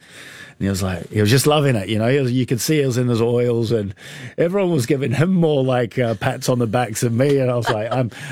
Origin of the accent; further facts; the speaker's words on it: New Zealand; I think that would be probably with most kids growing up in New Zealand around that time, 80s, 90s kids, I think would always support New Zealand over a club team.